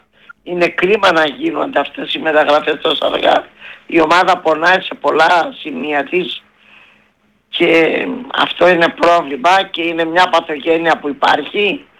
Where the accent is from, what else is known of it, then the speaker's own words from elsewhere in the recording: Nikopoli, Central Macedonia, Greece; το χωριό μου είναι στα σύνορα Κυλκής, σε εδώ Θεσσαλονίκης, και ανοίγει στη Θεσσαλονίκη η Νικόπολη, κοντά στην Ξυλούπολη, ναι, στο Λαχανά δηλαδή.